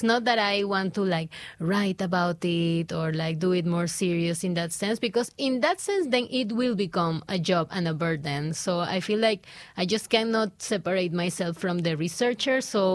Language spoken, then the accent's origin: English; Ecuador; English is a second language; now in Budapest, Hungary; Budapest is kind of a silent in comparison with my hometown, silent city. So it's not that you listen to music everywhere. In Ecuador, sometimes you can find a speaker in the toilet.